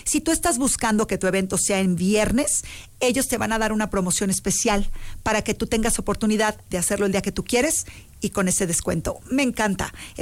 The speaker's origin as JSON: {"language": "Spanish", "country": "Mexico", "said": "la gente de mi país"}